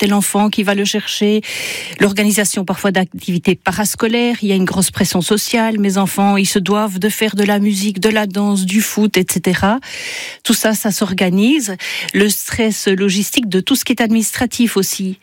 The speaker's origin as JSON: {"language": "French", "country": "Belgium", "said": "je suis belge"}